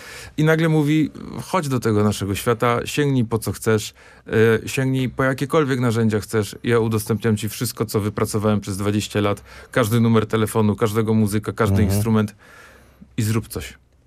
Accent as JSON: {"language": "Polish", "region": "Silesian Voivodeship", "country": "Poland"}